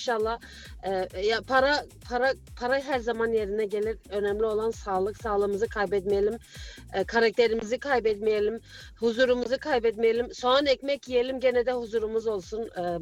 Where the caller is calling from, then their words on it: Frankfurt, Hesse, Germany; ben Frankfurt'tan.